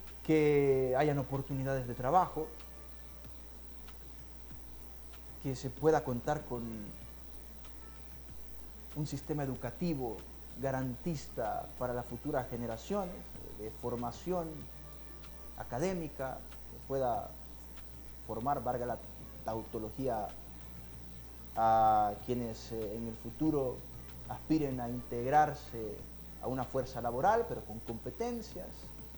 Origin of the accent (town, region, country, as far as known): Honduras